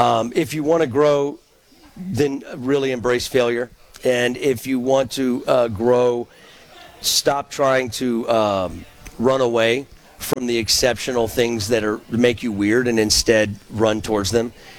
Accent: Louisiana, United States; and I mean, no offense, I'm from Louisiana, so, you know, we're a little probably more south than that.

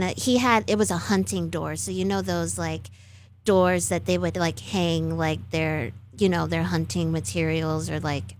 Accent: Chicago, Illinois, United States; moved away; I grew up in Chicago, so I was around a lot of that historic architecture.

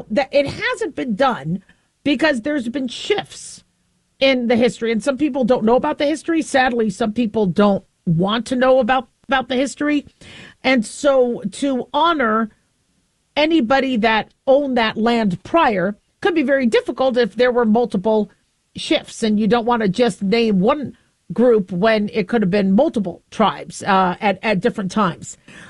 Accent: Arizona, United States; moved away; I grew up in Arizona.

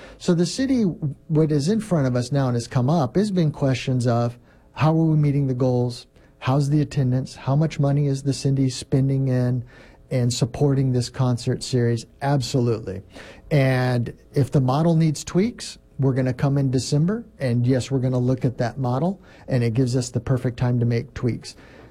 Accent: Tulare, California, United States; I grew up in Tulare. My family has lived actually in the city limits itself since 1888.

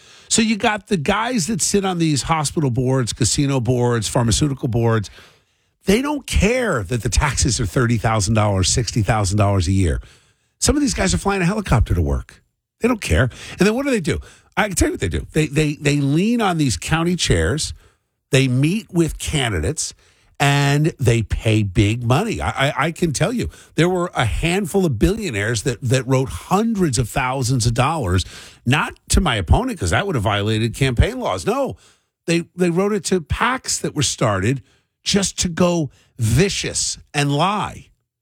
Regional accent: New Jersey, United States; I have some pride in growing up in New Jersey

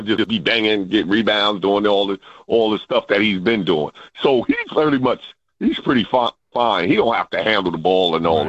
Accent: New York, United States; But I'm a New Yorker. Mm-hmm. I'm a New Yorker, so I'm going with the Knicks this series.

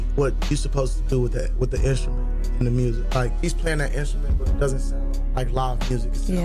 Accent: Texas, United States; I'm from Texas

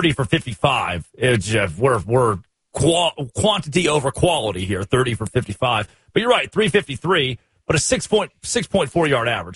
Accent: Arkansas, United States; I'm from Arkansas

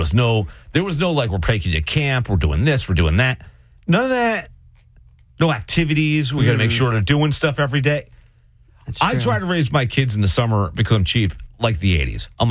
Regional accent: Freehold, New Jersey, United States; oh, it's because I'm from Freehold and I'm so close to the beach.

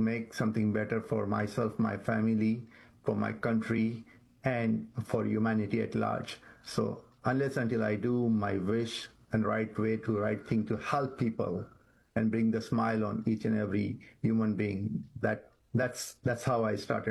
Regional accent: Mumbai, Maharashtra, India; moved away; I'm beautiful city, Mumbai, India, and I'm the youngest one in four.

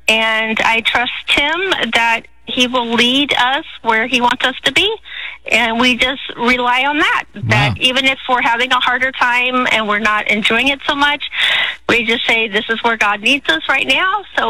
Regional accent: Illinois, United States; I grew up in Southern Illinois, and the humidity is awful. I do not miss it.

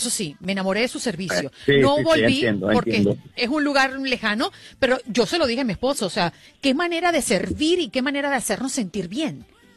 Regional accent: Venezuela; moved away; Las Navidades, los encuentros antes de caer en desgracia en mi país, éramos una familia muy numerosa.

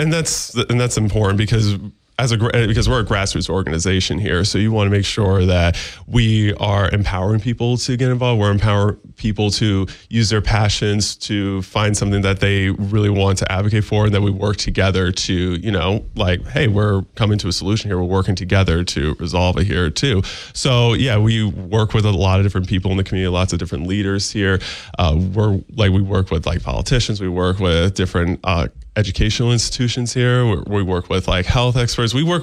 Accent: Utica, New York, United States; I'm born and raised in Utica. I went to the Utica Academy of Science Charter School.

